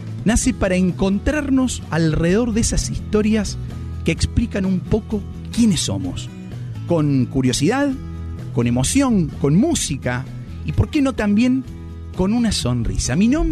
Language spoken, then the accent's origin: Spanish; Laguna Larga, Córdoba, Argentina